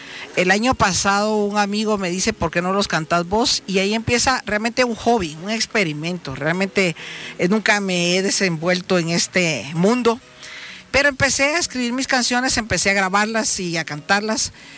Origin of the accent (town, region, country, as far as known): Guatemala